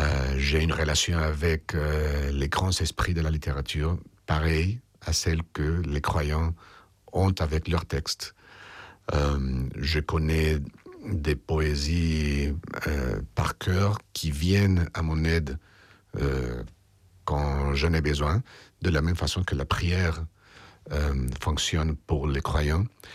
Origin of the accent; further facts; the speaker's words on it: Colombia; moved away as an adult; also born or lived in Barcelona, Spain / Paris, France; now in Madrid, Spain; j'ai vécu 13 ans à Barcelone. Ensuite, je suis rentré en Colombie. Et après 11 ans, je suis venu à Paris pour faire ce livre et pour m'installer maintenant à Madrid.